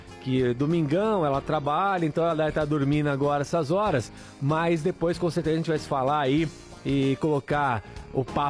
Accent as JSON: {"language": "Portuguese", "town": "Araras", "region": "São Paulo", "country": "Brazil", "said": "É, Renatão, então, hoje, assim, ela mora na minha cidade, né, no interior de São Paulo, né? É, eu sou de Araras, ela também nasceu e mora lá em Araras com o avô, né, com a mãe."}